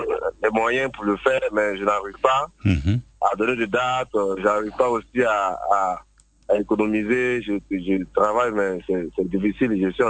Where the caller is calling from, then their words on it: Abidjan, Côte d’Ivoire; Je vous appelle de Cocody, Rivera 3.